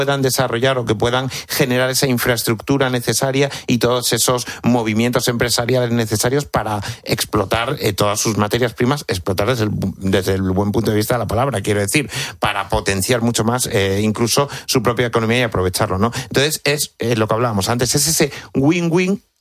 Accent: Cáceres, Extremadura, Spain; Yo, por ejemplo, que soy de Cáceres, que soy de Extremadura

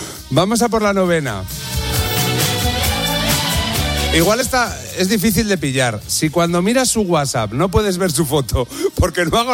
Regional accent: Salamanca, Castile and León, Spain; Porque yo que soy de Salamanca, en Guijuelo, a las ensaladas le echan medio cerdo, ¿sabes?

